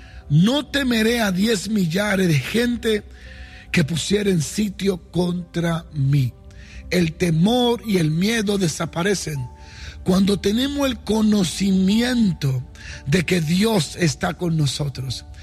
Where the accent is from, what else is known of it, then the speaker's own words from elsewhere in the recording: Dominican Republic; moved away; porque vengo de República Dominicana